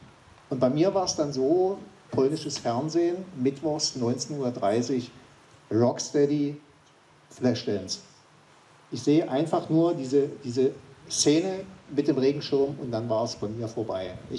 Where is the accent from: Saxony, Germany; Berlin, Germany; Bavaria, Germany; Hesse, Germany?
Saxony, Germany; Görlitz; Ich komme aus dem Tal der Ahnungslosen. Also wirklich aus dem Tal der Ahnungslosen. Görlitz, die hatten nichts. Wir hatten wirklich nichts.